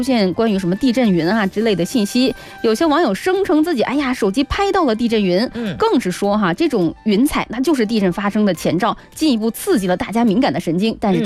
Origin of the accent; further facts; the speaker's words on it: Northeast China, China; now in Guangzhou, China; 作为一个东北人